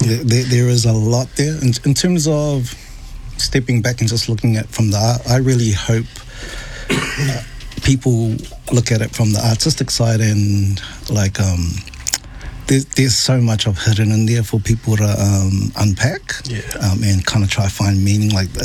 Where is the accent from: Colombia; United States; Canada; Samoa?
Samoa; Savai'i; And I'm from Savai'i, so I'm from the...